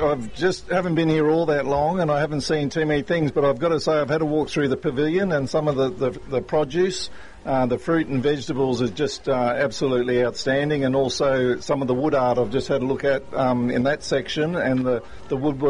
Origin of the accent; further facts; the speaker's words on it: Canungra, Queensland, Australia; the Canungra show, which is my hometown